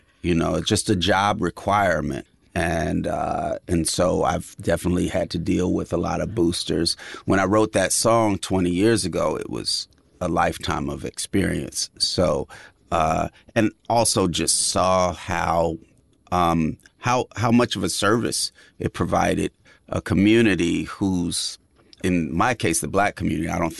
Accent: California, United States; obviously, I come from the Bay Area

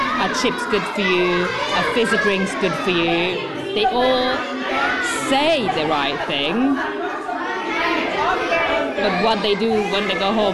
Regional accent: Rome, Lazio, Italy; When it comes to food, even though I'm from Rome, I have not seen anywhere in the world quite like Naples.

